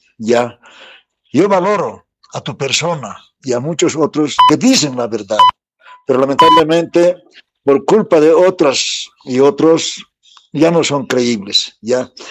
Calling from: Bolivia; Como boliviano me siento bien triste.

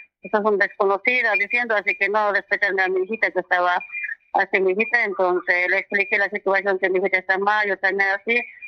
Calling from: Cochabamba, Bolivia; Yo vivo en Cochabamba

